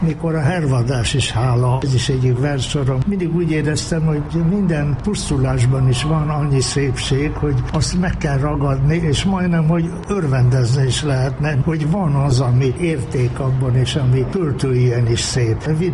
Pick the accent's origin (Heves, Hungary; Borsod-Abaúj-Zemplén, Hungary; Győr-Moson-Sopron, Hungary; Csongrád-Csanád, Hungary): Győr-Moson-Sopron, Hungary; Győr; also born or lived in Budapest; Budapesten születtem, de hogy mondani szoktam, hogy eszmélyét sem város a Győr, mert hát fél éves koromban oda kerültem.